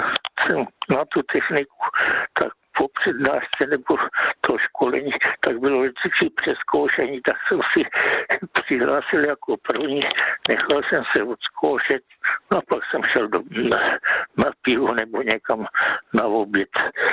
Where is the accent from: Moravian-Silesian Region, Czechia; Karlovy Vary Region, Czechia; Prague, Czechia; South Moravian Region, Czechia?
Moravian-Silesian Region, Czechia; Ostrava; já od mládí jsem byl jako v Ostravě a když jsem chodil do průmyslu, teda do Měšťanky, protože tam jsme se přestěhovali po válce